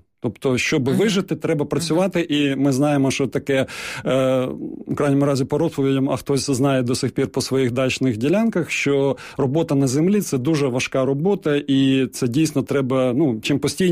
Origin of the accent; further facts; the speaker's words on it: Kyiv, Ukraine; born there; Що я, наприклад, народився в Києві, але чомусь люди шаблонно думають, ну, якщо я тут живу там чи народився, то я все знаю.